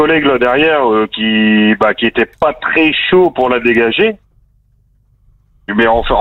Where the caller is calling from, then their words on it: Maubeuge, Hauts-de-France, France; moi, je suis de Maubeuge de base.